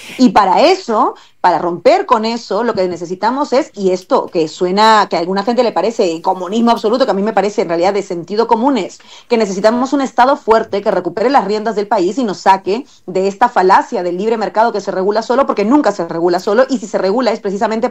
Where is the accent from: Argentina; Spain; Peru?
Peru